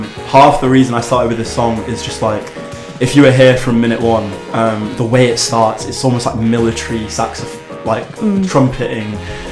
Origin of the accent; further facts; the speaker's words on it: Nigeria; because just to get it out of the way, I am Nigerian.